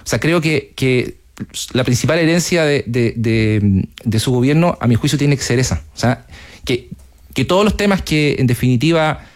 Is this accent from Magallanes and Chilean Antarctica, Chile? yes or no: yes; Punta Arenas, Magallanes and Chilean Antarctica, Chile; en Punta Arenas, en mi ciudad natal